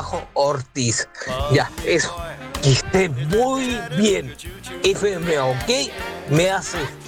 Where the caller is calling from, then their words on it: Quilpué, Valparaíso, Chile; Yo vivo en Quilpué y vivo solo en un departamento.